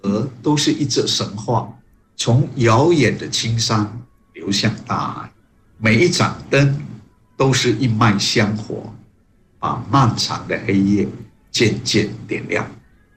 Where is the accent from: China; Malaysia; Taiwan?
Malaysia